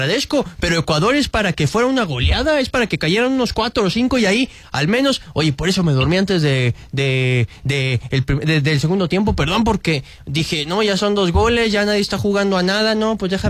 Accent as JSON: {"language": "Spanish", "country": "Mexico", "said": "yo ya soy español también, carnal, ¿eh? Ahora ya yo soy español y mexicano."}